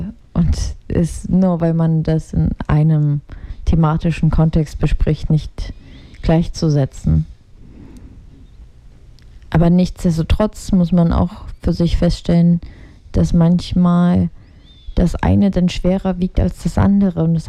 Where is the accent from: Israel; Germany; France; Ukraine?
Ukraine; Chernihiv, Chernihiv Oblast; Also ich komme auch aus der Ukraine, ich bin aus Tschernihiw, das ist nördlich von Kiew.